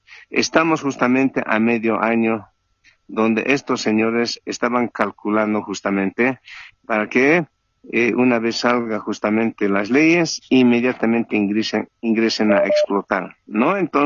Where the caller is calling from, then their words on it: Cochabamba, Bolivia; Llamo de aquí, de la zona sur de Cochabamba, Cercado.